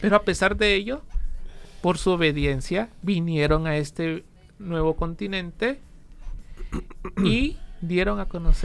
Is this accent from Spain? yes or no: no; Honduras; nosotros como iglesia hondureña y latinoamericana